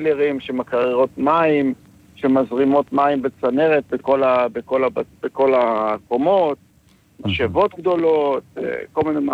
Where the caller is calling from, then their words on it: Yad Hanna, Central District, Israel; אני מיד חנה